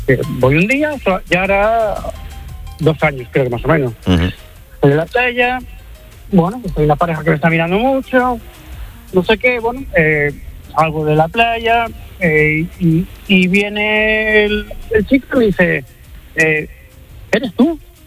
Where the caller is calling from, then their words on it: Alicante, Valencian Community, Spain; yo vivo en Alicante